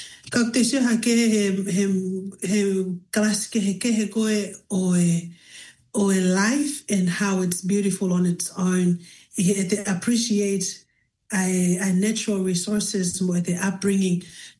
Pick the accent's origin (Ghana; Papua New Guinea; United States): Papua New Guinea; Highlands; We have very... fond memories growing up in Papua New Guinea. Yeah? Rich culture and, yeah, enriching everything, you know, in terms of natural resources. Family. We live in the highlands, eh?